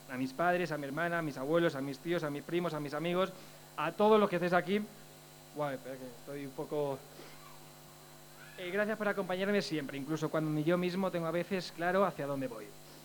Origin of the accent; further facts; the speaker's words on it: Miguelturra, Castilla-La Mancha, Spain; Yo vengo de Miguel Turra, de la Torre Gorda, de mi familia, de mis amigos, de este barrio, de este pueblo.